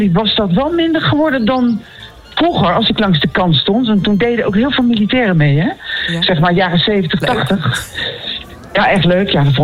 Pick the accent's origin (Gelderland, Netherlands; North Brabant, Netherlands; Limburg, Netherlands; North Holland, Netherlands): Gelderland, Netherlands; Nijmegen; Nou, ik ben deels opgegroeid in Nijmegen. Dat speelt heel erg mee.